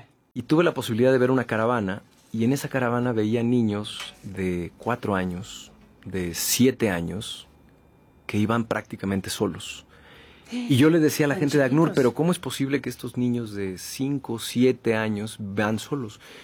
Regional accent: Mexico; es algo que como mexicano te duele. Te duele ver el dolor de tus paisanos, de tus connacionales

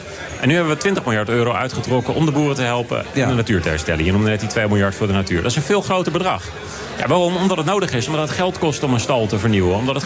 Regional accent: Gelderland, Netherlands; moved away; Maar oorspronkelijk kom ik ook uit de Bommelerwaard bijvoorbeeld.

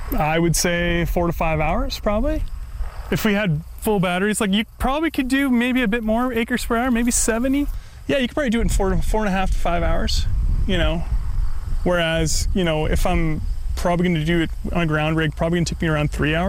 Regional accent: Morden, Manitoba, Canada; I'm from Morden, Manitoba here. We're just north of Morden. I'm a farmer here in southern Manitoba.

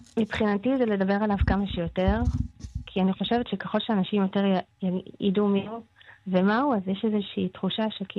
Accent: Northern Israel, Israel; אני גם הייתי בצפון, כי אני צפונית

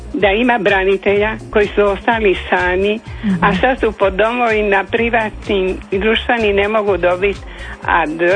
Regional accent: Šibenik, Šibenik-Knin County, Croatia; moved away as an adult; now in Rijeka, Croatia; ja vas zovem iz Rijeke, ali ja sam iz Šibenika. Uh-huh. Sa 20 godina da sam došla sa mužem

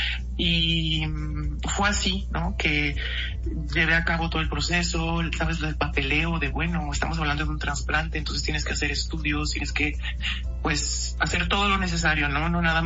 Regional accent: Guadalajara, Jalisco, Mexico; moved away as an adult; now in Angers, France; en mi tierra, Guadalajara, que me vio nacer.

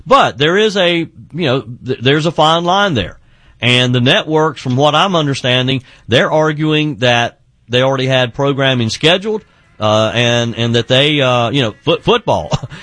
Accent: South Carolina, United States; Janice is in my home state of South Carolina.

